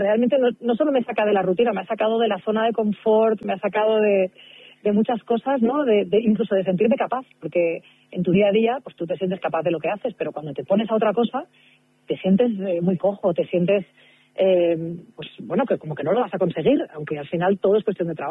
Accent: Barcelona, Catalonia, Spain; moved away as an adult; now in Madrid, Spain; porque yo soy de Barcelona. Esto podría estar ambientado en Pedralbes, ¿no? Pero bueno, como llevo 15 años aquí en Madrid

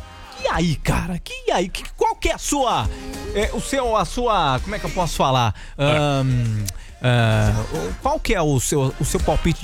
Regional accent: Sorocaba, São Paulo, Brazil; Esses caras de Sorocaba, né? Desculpa, eu também sou de Sorocaba.

